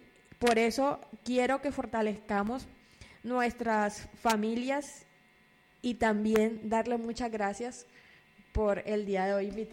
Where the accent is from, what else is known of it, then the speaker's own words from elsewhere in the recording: San Pedro de Urabá, Antioquia, Colombia; Somos chilapos, San Pedro, Urabá, Antioquia. Entonces, claro, lo primero que me dicen, usted es barranquillera. Y yo, no, yo soy orgullosamente sanpedreña